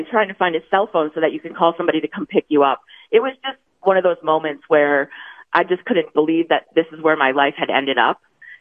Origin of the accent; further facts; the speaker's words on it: Maine, United States; moved away; I'm from Maine, so I was in Maine with my family